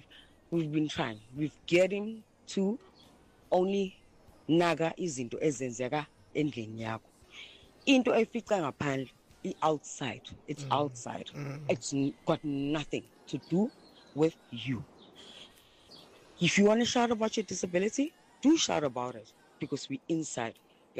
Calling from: Durban, KwaZulu-Natal, South Africa; I'm from Durban in Ambilo.

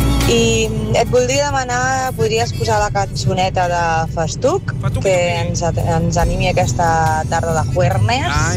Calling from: Sabadell, Catalonia, Spain; de Sabadell.

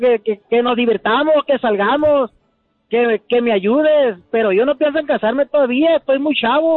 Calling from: Los Mochis, Sinaloa, Mexico; De Los Mochis, Sinaloa.

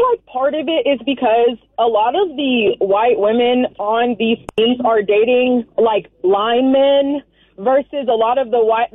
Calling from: Indianapolis, Indiana, United States; I'm calling from Indianapolis.

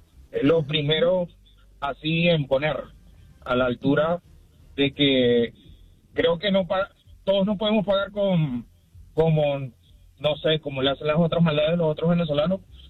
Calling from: Salt Lake City, Utah, United States; Buenos días, Andreina. Te llamo de Salt Lake City.

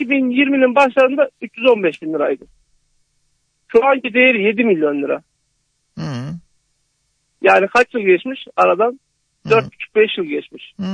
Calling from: Ankara, Turkey; Ankara'lıyız.

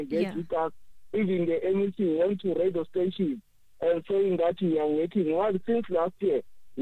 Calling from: Mpumalanga, South Africa; I'm from Mpumalanga.

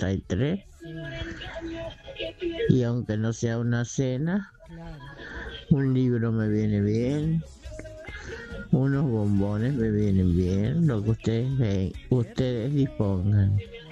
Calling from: Mendoza, Argentina; Soy de Mendoza.

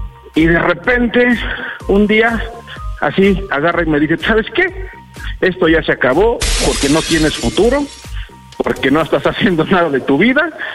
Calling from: Mexico City, Mexico; Tengo 35 años y soy de la Ciudad de México.

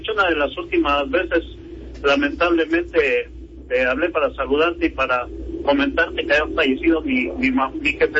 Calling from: State of Mexico, Mexico; desde el Estado de México.

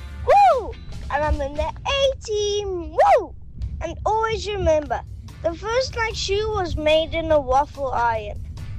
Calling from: Johannesburg, Gauteng, South Africa; from Joburg!

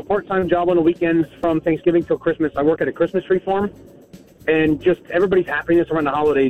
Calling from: Pennsylvania, United States; from Moton.

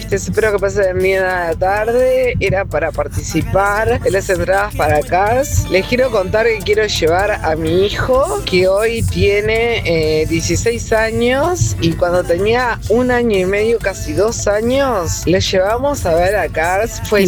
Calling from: Montevideo, Uruguay; soy de Montevideo

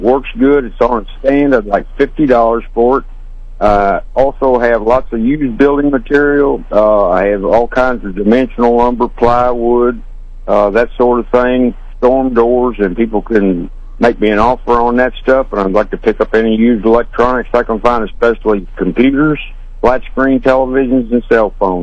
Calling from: Slater, Missouri, United States; Yes, sir. I'm calling from Slater.

